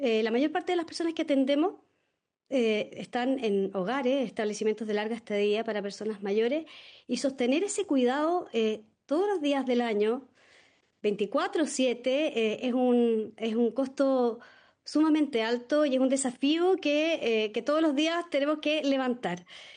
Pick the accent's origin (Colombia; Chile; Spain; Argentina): Chile